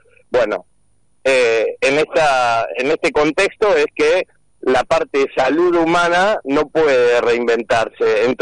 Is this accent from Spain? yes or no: no; Carlos Keen, Buenos Aires, Argentina; el pueblo donde yo nací, me crié y sigo viviendo